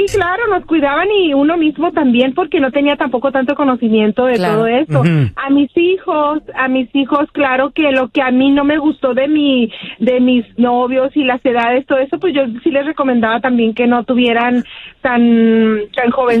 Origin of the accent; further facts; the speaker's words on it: Chihuahua, Mexico; Yo soy de Chihuahua. Chihuahua.